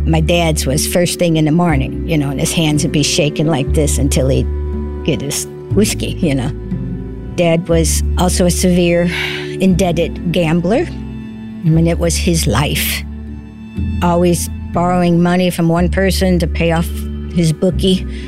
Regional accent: St. Louis, Missouri, United States; born there; I was born in St. Louis, Missouri, raised Catholic, went to Catholic grade school and a Catholic high school.

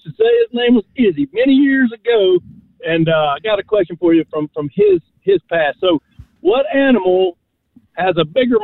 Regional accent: Spartanburg, South Carolina, United States; moved away as an adult; now in Prosper, Texas, United States; I'm from Prosper, Texas. And originally, by way of Spartanburg, South Carolina, before the military.

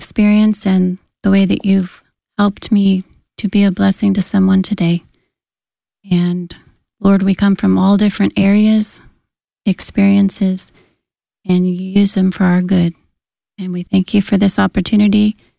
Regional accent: Alaska, United States; I grew up in Alaska and just a little log cabin down by the river, never thinking that I'd one day be in Africa.

